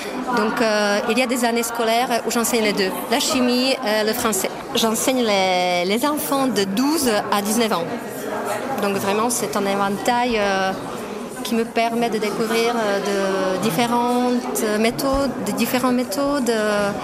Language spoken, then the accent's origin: French; Český Těšín, Moravian-Silesian Region, Czechia; French is a second language; also born or lived in Ostrava